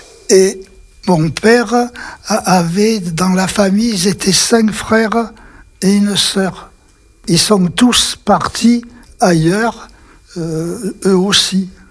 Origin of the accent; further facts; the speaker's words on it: Nanterre, Île-de-France, France; born there; Je suis né à Nanterre, c'est-à-dire tout près de Paris.